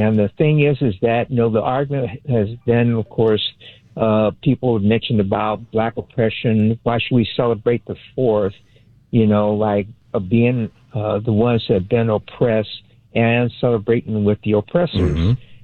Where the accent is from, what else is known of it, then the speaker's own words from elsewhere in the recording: Los Angeles, California, United States; I was born and raised in Los Angeles in 1951. Had a good upbringing. Neighborhood was great.